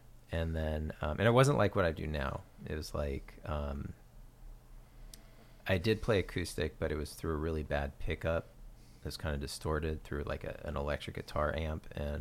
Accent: Pacific Northwest, United States; And I was from the Northwest, and he was based in Olympia, still is, Olympia, Washington

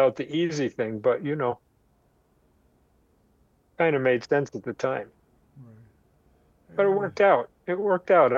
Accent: New York, United States; I grew up in New York, and I went to junior high school 127, Castle Hill Junior High School in the Bronx

